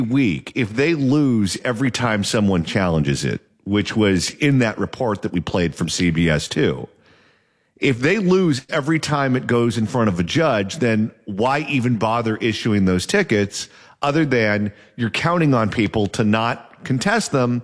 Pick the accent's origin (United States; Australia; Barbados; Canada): United States; Garden Grove, California; Well, my hometown appreciates that.